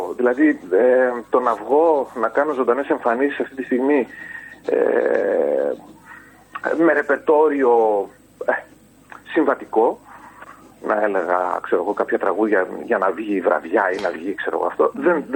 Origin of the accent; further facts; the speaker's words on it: Karditsa, Thessaly, Greece; εμείς που μεγαλώσαμε στην Καρδίτσα